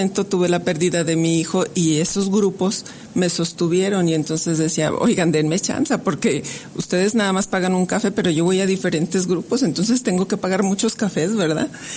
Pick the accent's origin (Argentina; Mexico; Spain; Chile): Mexico; Durango; born there